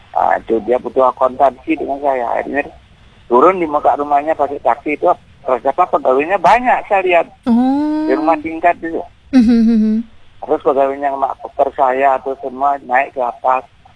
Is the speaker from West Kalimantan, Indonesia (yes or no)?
no; Bali, Indonesia; Tapi nih caranya aku tuh padahal aku wong Bali toto sih, apa orang gitu.